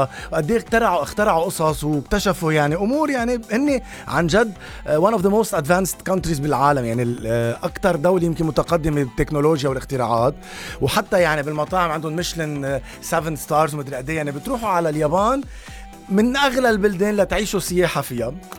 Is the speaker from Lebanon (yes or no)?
yes; Lebanon; فالحمد لله كلبناني